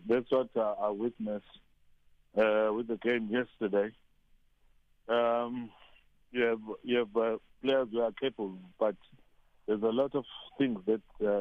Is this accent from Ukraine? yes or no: no; South Africa; our mindset as South African players